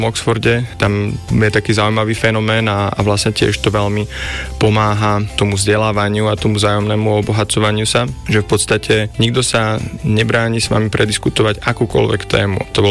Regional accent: Bratislava, Bratislava Region, Slovakia; born there; also born or lived in Vienna, Austria; narodil som sa v Bratislave. Na strednú školu som chodil prvé 2 roky do Viedne, ale potom do Bratislavy na gymnázium Matky Alexie.

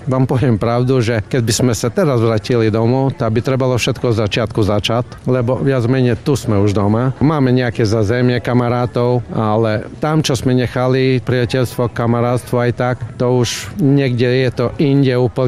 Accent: Zagreb, City of Zagreb, Croatia; Slovak is a second language; now in Prešov, Slovakia; Tam som sa narodil, žili sme tam. To vlastne bolo niekedy bývalá Jugoslávia a potom sa to rozdelilo, ale Záhreb viac menej všetci poznajú, je to veľké mesto a dobre sa tam žilo

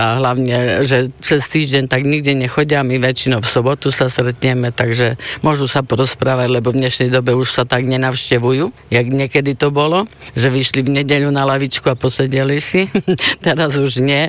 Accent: Snina, Prešov Region, Slovakia; moved away as an adult; now in Kolonica, Slovakia; My sme tu prišli bývať pred 25 rokmi, lebo my nie sme z Kolonice.

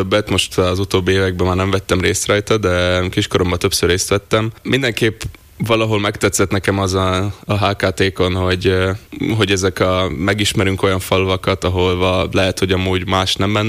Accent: Košice, Košice Region, Slovakia; így kassaiak mindig úgy vettük, hogy ugye én már Kassán születtem, hogy mi valahogy ilyen kettő közt ilyen simább tájszólást beszélünk

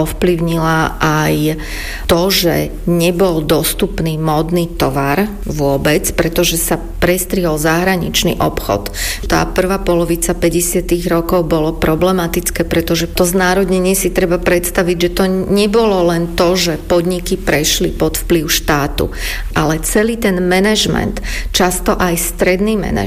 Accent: Bratislava, Bratislava Region, Slovakia; u nás v Bratislave

